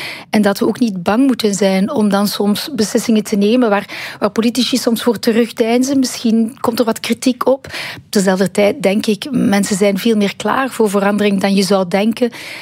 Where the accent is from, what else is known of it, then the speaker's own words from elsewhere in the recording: Ghent, Flanders, Belgium; Ik ben van Gent, ik ben van Vlaanderen.